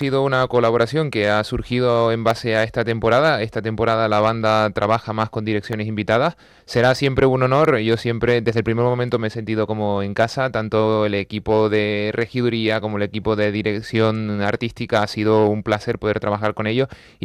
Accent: Los Realejos, Canary Islands, Spain; soy de Los Realejos.

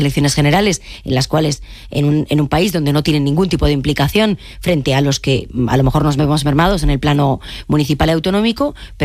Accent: Galicia, Spain; por qué yo como gallega no puedo votar en unas elecciones municipales y autonómicas en Galicia

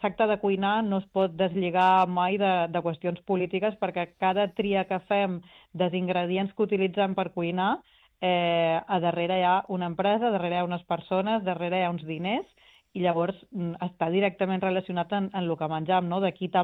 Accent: Ibiza, Balearic Islands, Spain; jo soc d'Eivissa

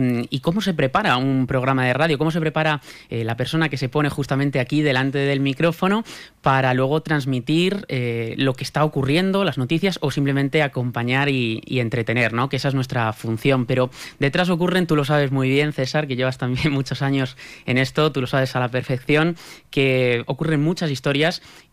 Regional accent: Guadalajara, Castilla-La Mancha, Spain; yo de siempre, yo soy de aquí de Guadalajara, llevo un año aquí viviendo y efectivamente trabajo en Madrid

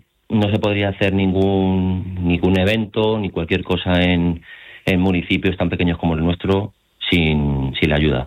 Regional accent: Gascueña, Castilla-La Mancha, Spain

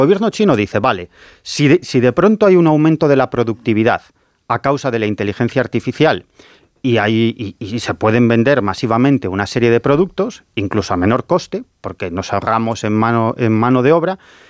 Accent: Galicia, Spain; en Occidente estamos, como decimos en mi tierra, a velas vir, en gallego.

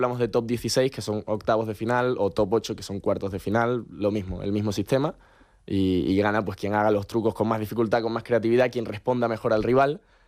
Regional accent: Spain; soy el español con el ranking más alto que va para allá a representar a España.

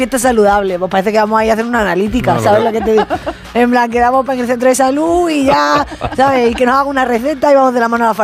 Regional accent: Extremadura, Spain; También es muy de yo que soy extremeño

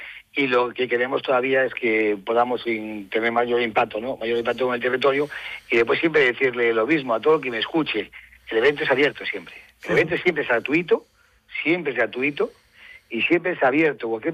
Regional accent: Ferrol, Galicia, Spain; yo soy de Ferrol

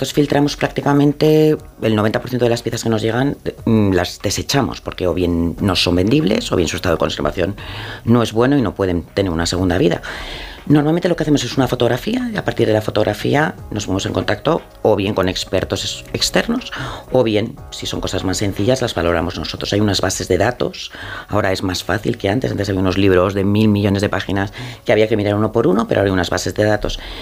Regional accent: Spain; Y además somos españoles

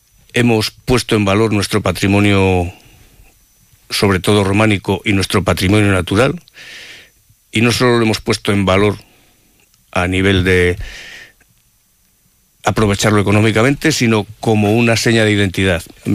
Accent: Castile and León, Spain

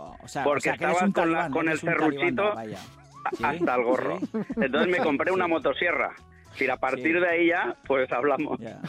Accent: Valencia, Valencian Community, Spain; soy de Valencia.

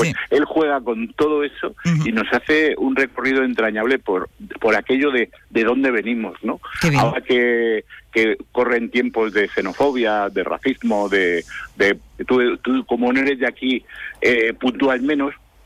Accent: Cádiz province, Andalusia, Spain; somos de todos los lados, y más los gaditanos. O sea, si alguien puede presumir en la provincia de Cádiz es de dónde venimos

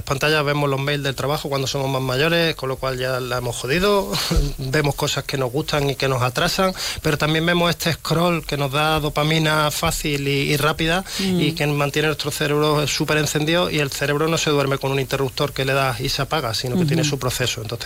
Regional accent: Andalusia, Spain; Yo soy andaluz

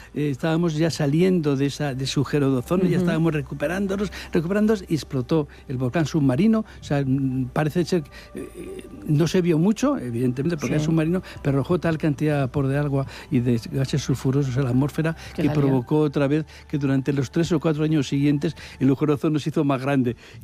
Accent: Madrid, Community of Madrid, Spain

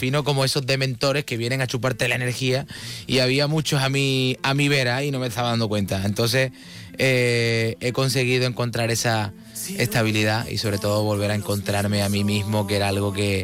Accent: Andalusia, Spain; Soy andaluz y eso lo llevo siempre por bandera.

